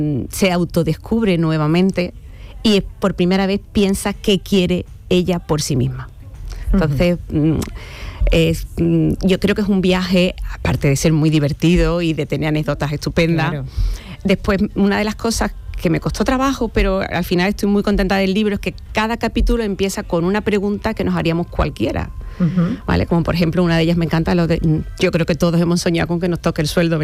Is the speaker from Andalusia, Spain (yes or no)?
yes; Las Cabezas de San Juan, Andalusia, Spain; puede ser perfectamente mi pueblo, que es Las Cabezas de San Juan, que me inspira mucho, pero puede ser Lebrija